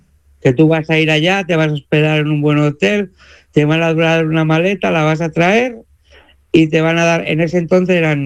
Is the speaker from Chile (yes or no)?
no; Spain; Pues me encuentro feliz de estar en casa, de estar en mi país.